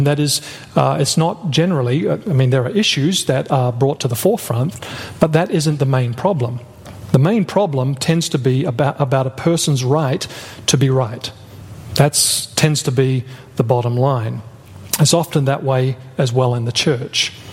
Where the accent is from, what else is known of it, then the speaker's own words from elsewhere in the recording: Australia; also born or lived in Brazil / Canada; Of course, you know, I'm from Australia. And I've spent a little bit of time in Brazil and Canada.